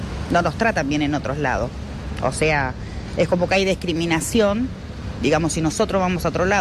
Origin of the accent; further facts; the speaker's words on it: José C. Paz, Buenos Aires Province, Argentina; Soy de José C. Paz y ama de casa.